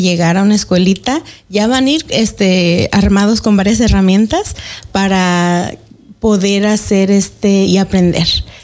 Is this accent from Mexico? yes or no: yes; Mexico; now in Mid-Columbia, United States; Yo crecí, y yo nací en México y crecí en México hasta que nos movimos por acá.